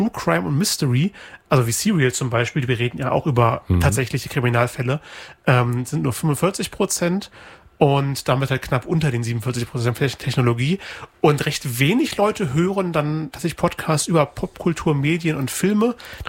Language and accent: German; Braunschweig, Lower Saxony, Germany; now in Leipzig, Germany; Ich weiß, in Braunschweig, wo ich aufgewachsen bin, gibt es Radio Okawelle. Da habe ich Schülerpraktikum gemacht. In Leipzig, wo ich inzwischen wohne, gibt es Radio Blau.